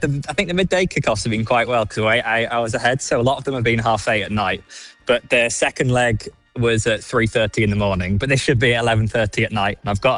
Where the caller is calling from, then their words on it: Japan; I'm currently calling from Japan.